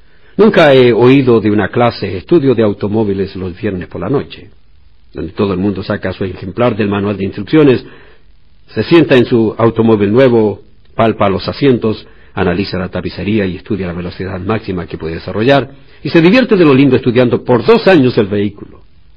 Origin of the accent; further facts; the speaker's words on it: Punta Arenas, Magallanes and Chilean Antarctica, Chile; Puede ser mi ciudad natal, Punta Arenas.